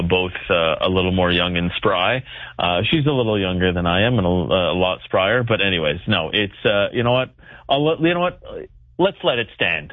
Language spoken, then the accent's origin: English; Canada; as a reporter and as a Canadian, that people in the U.S., they understand it